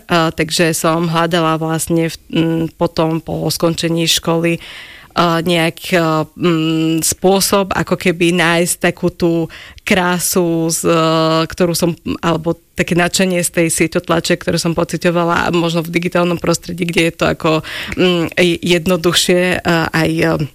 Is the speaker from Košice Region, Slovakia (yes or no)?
no; Poprad, Prešov Region, Slovakia; Ja som z Popradu.